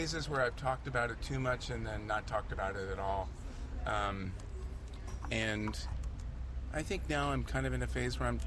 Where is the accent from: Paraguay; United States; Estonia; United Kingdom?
United States; Rust Belt; But I grew up in the Rust Belt, and I love the decrepit industrial landscape, and I like riding through all of it.